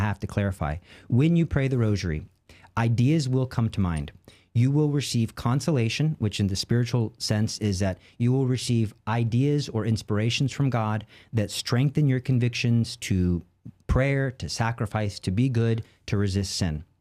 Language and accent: English; Texas, United States; I'm from Texas.